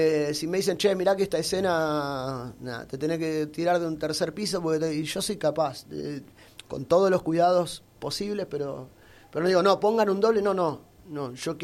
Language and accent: Spanish; San Martín, Buenos Aires Province, Argentina; Yo soy de San Martín.